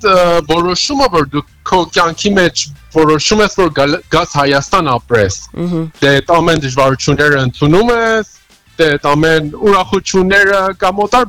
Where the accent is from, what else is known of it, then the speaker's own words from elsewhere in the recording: Iran; now in Yerevan, Armenia; Ես Երևանում եմ եւ Իրանից եմ եկել։